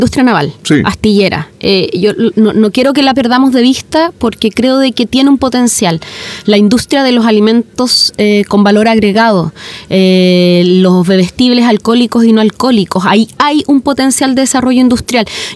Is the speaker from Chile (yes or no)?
yes; Valdivia, Los Ríos, Chile